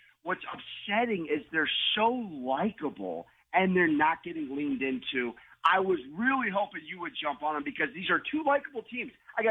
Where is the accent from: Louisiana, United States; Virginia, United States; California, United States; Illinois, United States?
California, United States; San Diego; Listen, man, I'm from San Diego.